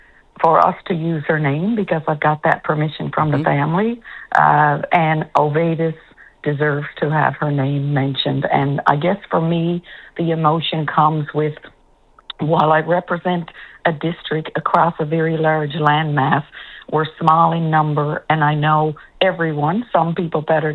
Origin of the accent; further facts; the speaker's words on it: Charlottetown, Newfoundland and Labrador, Canada; my hometown of Charlottetown, and her family lives just one house behind me here in Charlottetown